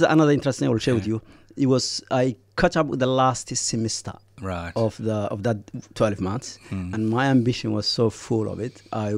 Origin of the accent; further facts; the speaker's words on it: Somalia; moved away as an adult; I'm from Somalia